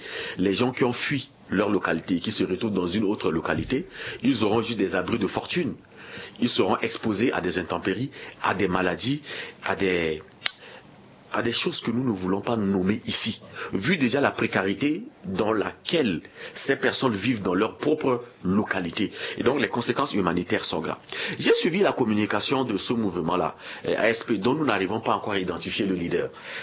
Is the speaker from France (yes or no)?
no; Central African Republic; On est centrafricain ou on ne l'est pas. On est centrafricain, on ne l'est pas.